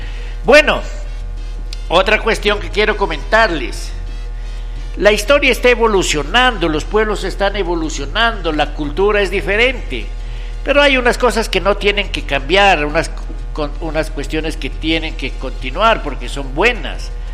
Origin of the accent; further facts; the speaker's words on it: Puerres, Gualmatán, Contadero, Iles, Nariño, Colombia; cuando éramos niños, en Puerres, Gualmatán, Contadero, Iles, todos nuestros pueblos de acá